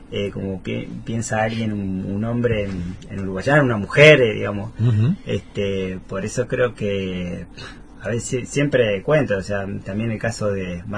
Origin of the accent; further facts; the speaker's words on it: Buenos Aires Province, Argentina; now in Corrientes, Argentina; me toca decirlo como porteño, si se quiere, que yo siempre digo, no soy porteño, soy conurbano